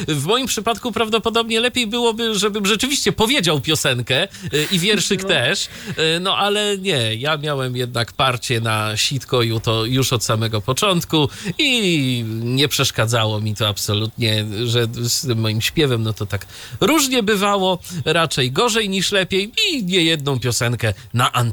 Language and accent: Polish; Iława, Warmian-Masurian Voivodeship, Poland